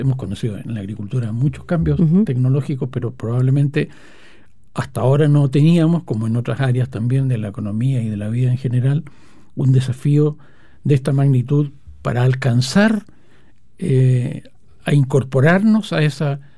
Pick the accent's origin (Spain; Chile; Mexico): Chile